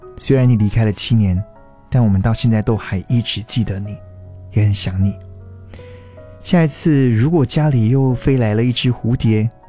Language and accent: Chinese; Chaozhou, Guangdong, China; 因为他是潮州人，可是我也是潮州人啊。